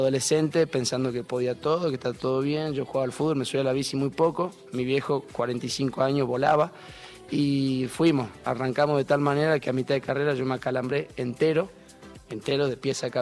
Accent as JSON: {"language": "Spanish", "region": "Jujuy", "country": "Argentina", "said": "nosotros siendo jujeños"}